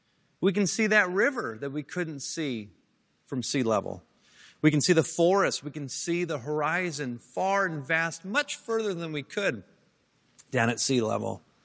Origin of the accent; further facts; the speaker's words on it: Pasadena, California, United States; I grew up in Pasadena.